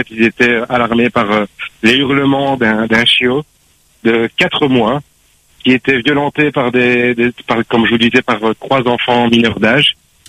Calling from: Saint-André, Réunion; je vous appelle de Saint-André

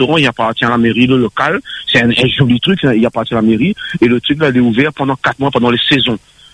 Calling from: Réunion; moi, j'habite à Réunion

